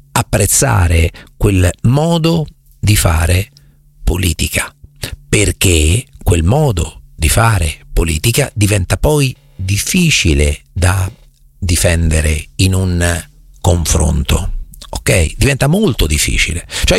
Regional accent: Marche, Italy; io sono marchigiano

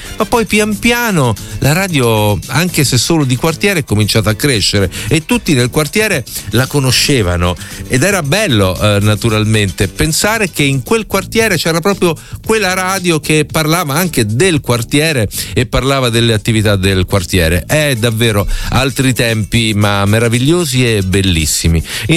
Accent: Rome, Lazio, Italy; un po' arrivava anche dalle mie parti

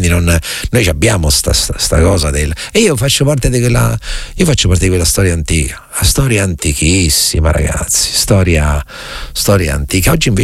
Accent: Recanati, Marche, Italy; sarà che sono da Leopardi, da Reganati

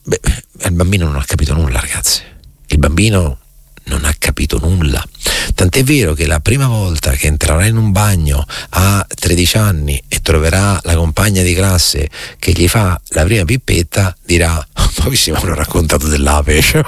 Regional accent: Recanati, Marche, Italy; sarà che sono da Reganati, sarà che so gobbo anche calcisticamente parlando come Leopardi

